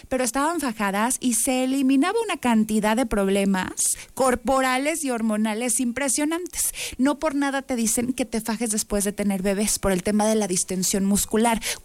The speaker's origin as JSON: {"language": "Spanish", "town": "Saltillo", "region": "Coahuila", "country": "Mexico", "also_born_or_lived": "Colombia / United States", "moved": "yes", "said": "vamos a Saltillo, que es mi casa, que es mi tierra"}